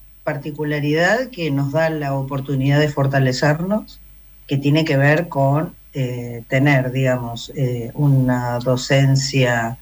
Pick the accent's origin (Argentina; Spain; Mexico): Argentina; Rosario, Santa Fe; born there; moved away as an adult; also born or lived in Patagonia / Caleta Olivia; now in Santa Cruz, Argentina; Sí, yo soy nacida en Rosario, ahí hice mis primeros estudios de profesorado de matemática y física, Y luego, cuando ya me vine para la Patagonia, ya por el 95, ya he vivido más tiempo en la Patagonia que en Rosario